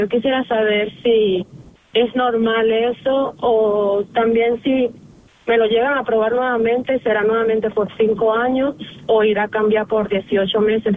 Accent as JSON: {"language": "Spanish", "country": "Venezuela", "lives_now": "Austin, United States", "said": "yo soy de Venezuela"}